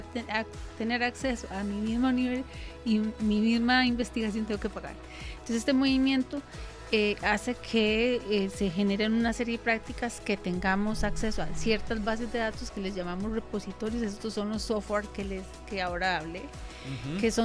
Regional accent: Costa Rica; En mi país, que es Costa Rica, que somos hermanos

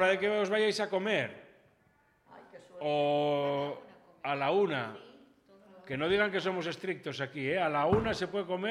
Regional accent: Vigo, Galicia, Spain; yo crecí en Vigo

